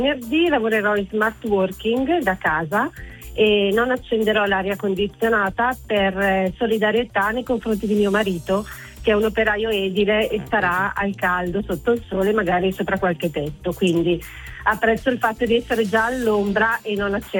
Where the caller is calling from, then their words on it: Lombardy, Italy; Siamo dalla provincia di Brescia